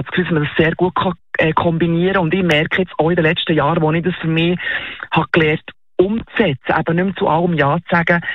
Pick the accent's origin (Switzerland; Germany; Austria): Switzerland; Wir sind natürlich als Schweizer, neigen wir auch dazu, eben allen immer, zu allem Ja zu sagen